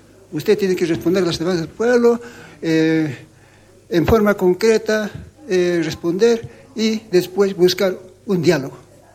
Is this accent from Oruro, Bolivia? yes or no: yes; Chipaya, Oruro, Bolivia